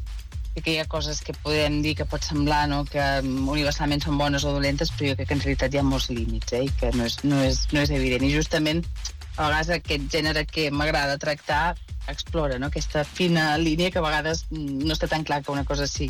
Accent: Sabadell, Catalonia, Spain; now in Andorra; jo soc de Sabadell, però tinc arrels a Terres de l'Ebre

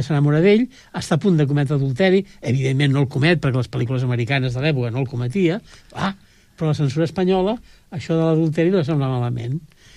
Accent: Barcelona, Catalonia, Spain; moved away as an adult; jo em vaig marxar de Barcelona l'any 74, quan em vaig casar.

